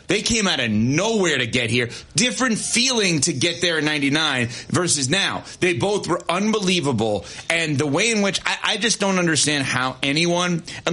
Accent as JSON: {"language": "English", "region": "New York", "country": "United States", "said": "I'm from New York. I've lived here the majority of my life, et cetera, et cetera."}